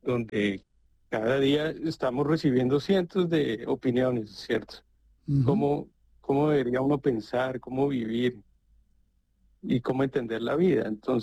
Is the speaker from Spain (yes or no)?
no; Bogotá, Colombia; Yo soy bogotano, sí